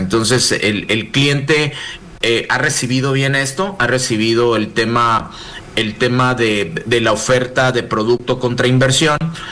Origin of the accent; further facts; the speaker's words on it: Mexico; nuestras universidades como ingenieros mexicanos van en conjunto con estas marcas